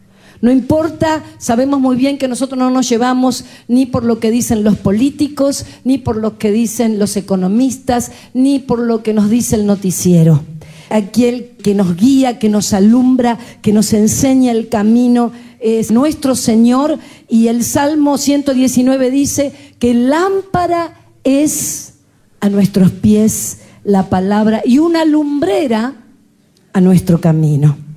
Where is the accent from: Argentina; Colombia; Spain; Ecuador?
Argentina